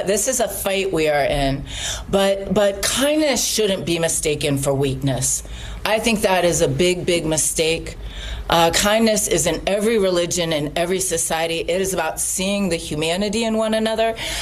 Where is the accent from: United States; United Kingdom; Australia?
United States; Youngstown, Ohio; Look, I'm an Ohio girl through and through. I grew up in Youngstown, Ohio, the stuff